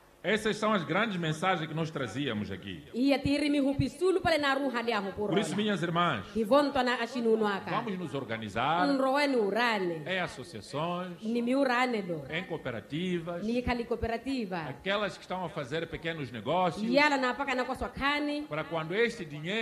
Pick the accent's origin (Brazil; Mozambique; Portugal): Mozambique